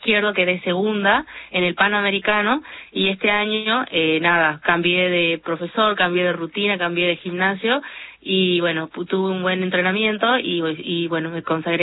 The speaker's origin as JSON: {"language": "Spanish", "region": "northern Argentina", "country": "Argentina", "said": "vos no tenés acento de Argentina, uh-huh, o no parecés argentina, y en realidad es porque soy norteña"}